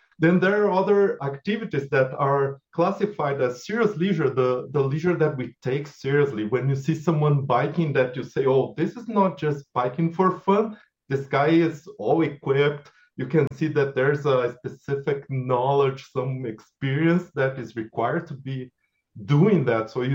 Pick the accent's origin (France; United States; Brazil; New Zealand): Brazil; And sometimes I came from Brazil. I remember a community that was very proud of having runners coming from that.